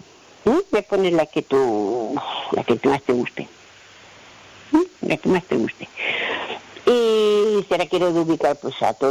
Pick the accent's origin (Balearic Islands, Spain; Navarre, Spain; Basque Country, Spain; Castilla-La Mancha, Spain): Balearic Islands, Spain; Palma; Hola Manu, buenos días … de Palma.